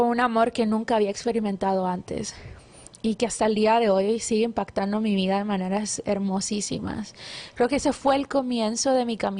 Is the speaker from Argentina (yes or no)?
no; Guatemala; born there; nací en Guatemala.